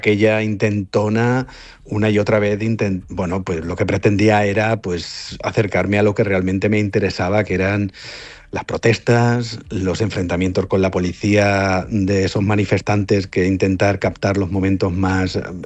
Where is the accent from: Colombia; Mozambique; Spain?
Spain; porque somos periodistas o porque somos españoles es una cuestión muy a tener en cuenta